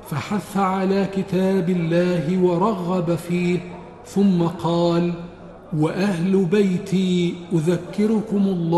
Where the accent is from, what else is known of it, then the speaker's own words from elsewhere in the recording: Egypt; بلادنا مصر